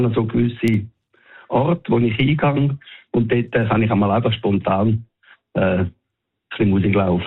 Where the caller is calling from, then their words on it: Winterthur, Zurich, Switzerland; Ich komme aus Winterthur